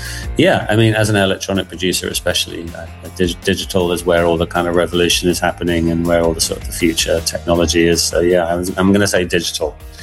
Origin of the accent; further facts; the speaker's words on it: England, United Kingdom; Yeah, I think as an Englishman, I'm supposed to say tea